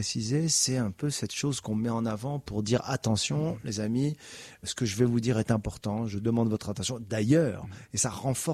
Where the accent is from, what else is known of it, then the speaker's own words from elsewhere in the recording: Casablanca, Casablanca-Settat, Morocco; moved away; C'est la ville natale, oui. C'est là où j'ai grandi, c'est là où j'ai été élevé. Très vite, je pars pour le Canada.